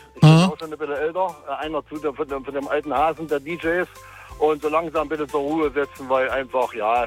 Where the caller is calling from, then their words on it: Gera, Thuringia, Germany; Floppys Diskothek aus Gera